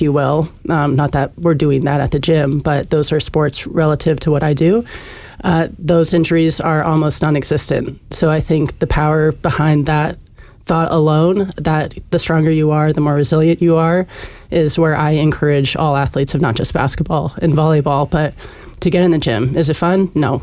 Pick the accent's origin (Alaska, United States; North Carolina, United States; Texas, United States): Alaska, United States; Kodiak; I grew up in Kodiak, and you're in a town of 10,000 people. You're encouraged to do every sport.